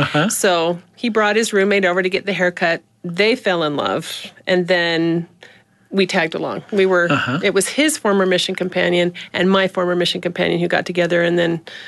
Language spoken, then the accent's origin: English; Nephi, Utah, United States; Well, a friend that I grew up with, I'm from Nephi originally